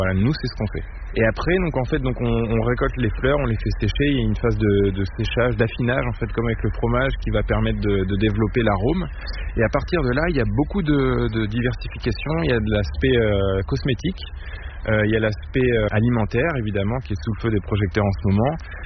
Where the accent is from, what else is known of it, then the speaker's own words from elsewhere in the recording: Évreux, Normandy, France; Alors moi je suis né ici, hein, je suis né à Évreux, la préfecture de l'Eure. J'ai grandi j'ai passé toute ma jeunesse ici.